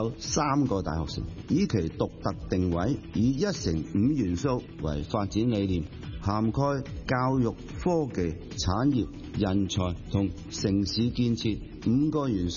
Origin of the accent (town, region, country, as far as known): Hong Kong